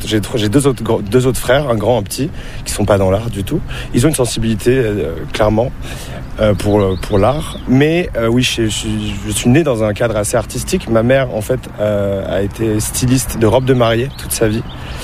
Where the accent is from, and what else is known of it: Paris, Île-de-France, France; born or raised there